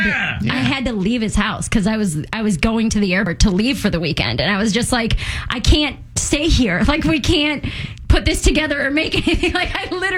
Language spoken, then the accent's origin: English; Berea, United States; moved away; I didn't want to move back into my hometown.